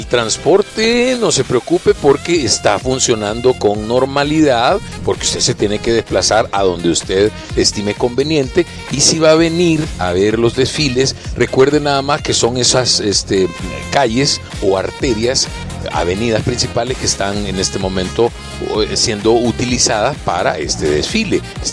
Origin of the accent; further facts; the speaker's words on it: El Salvador; soy salvadoreño, yo soy de aquí, de un lugar en donde un pedacito de ilusión de un poquito más de 21,000 kilómetros cuadrados, en donde usted puede encontrar las mejores playas del mundo